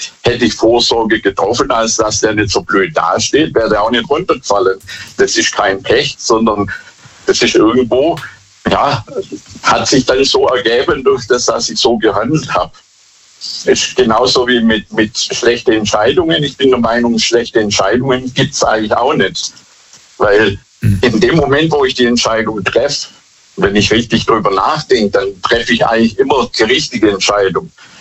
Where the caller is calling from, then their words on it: Bad Boll, Baden-Württemberg, Germany; ich komme aus Bad Boll.